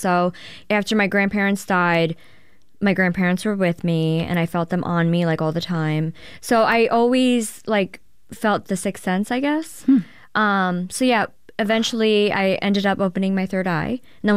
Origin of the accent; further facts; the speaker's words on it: New York, United States; I grew up in the Hudson Valley. So the Hudson Valley is known for aliens and UFOs.